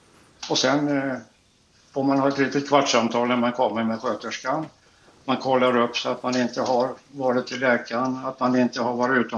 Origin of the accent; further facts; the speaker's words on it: Gothenburg, Västra Götaland County, Sweden; Som göteborgare så heter det då surströmming.